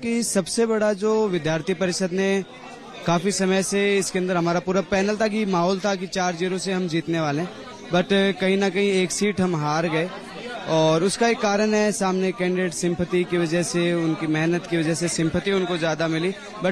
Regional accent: Rajasthan, India; now in Delhi, India; मैं राजस्थान प्रदेश से आता हूँ

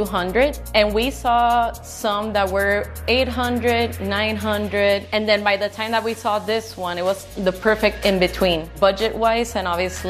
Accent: San Juan, Puerto Rico; I'm originally from Puerto Rico, and I have lived my whole life in San Juan. I've moved from area to area, but I've always stayed in the same city. I live in the center of an area that is very urban. It's the city, but I can just take a 10-minute drive and get to the beach here in Ocean Park

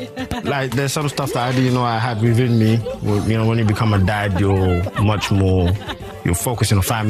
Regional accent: London, United Kingdom; oh, wait, so you're from London? I was like, yeah, of course I'm from London. Where do you think I'm from?

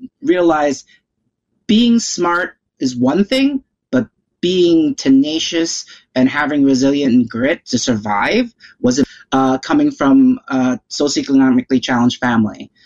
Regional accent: New York, United States; I was born and raised in New York.

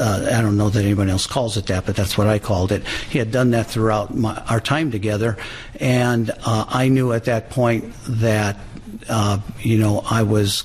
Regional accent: East Chicago, Indiana, United States; born there; right next to Gary, East Chicago, where I was born

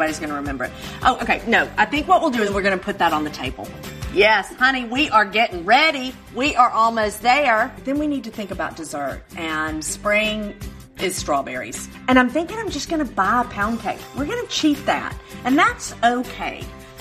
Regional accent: Oxford, Mississippi, United States; an outdoor brunch in my hometown, Oxford, Mississippi.

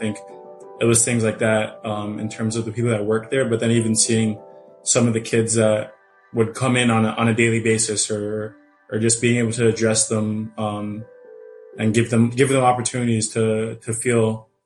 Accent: Scarborough, Ontario, Canada; also born or lived in Toronto; I was born in Toronto, grew up in Scarborough, and then moved to Pickering at a young age.

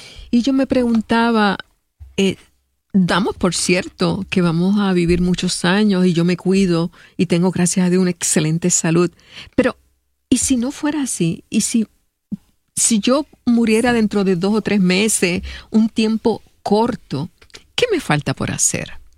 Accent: Cidra, Puerto Rico; moved away as an adult; yo también soy de Sidra.

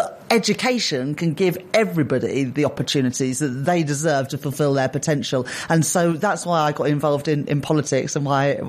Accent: London, United Kingdom; I grew up in Lewisham in Southeast London.

